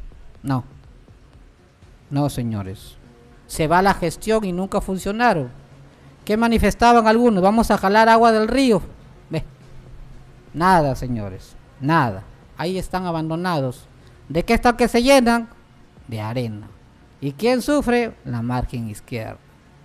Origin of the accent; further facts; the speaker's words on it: Piura, Peru; somos todos los piuranos